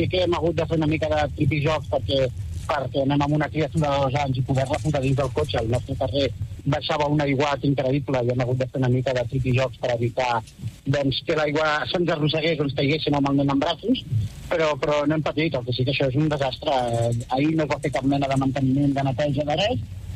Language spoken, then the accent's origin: Catalan; Granollers, Catalonia, Spain; jo soc de Granollers